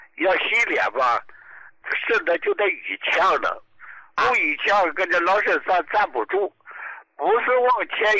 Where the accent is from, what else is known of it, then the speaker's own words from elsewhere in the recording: Dalian, Liaoning, China; 这个医大就大，我是大连的哈